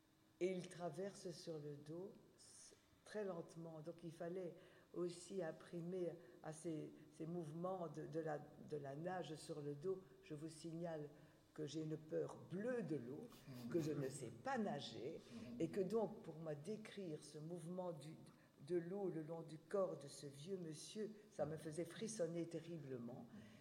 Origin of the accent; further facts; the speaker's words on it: Wallonia, Belgium; puisque je suis du Borinage, donc je suis née là, j'y habite depuis, vous aussi, depuis mon enfance, depuis ma naissance.